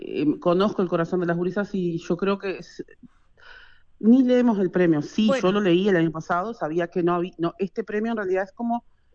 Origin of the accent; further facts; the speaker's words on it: Rivera, Uruguay; now in Caraguatá, Uruguay; uno de Rivera, que es de donde somos con Yanni, vivimos en Caraguatá, pero somos de Rivera.